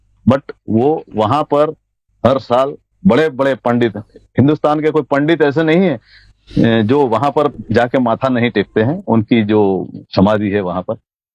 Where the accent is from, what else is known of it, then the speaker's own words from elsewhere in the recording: Vadnagar, Gujarat, India; हमारे गांव में, मैं वैसे नॉर्थ गुजरात में वडनगर, जो अभी आजकल हमारे प्रधानमंत्री जी का गांव